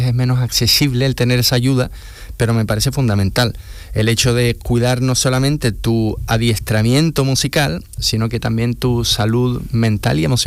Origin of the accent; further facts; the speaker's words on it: Chile; moved away as an adult; now in Andalusia, Spain; yo soy chileno.